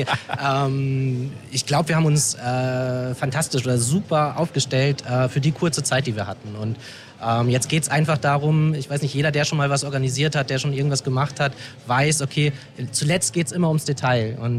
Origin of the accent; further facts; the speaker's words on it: Osnabrück, Lower Saxony, Germany; Ja, Osnabrück ist raus, meine alte Heimat.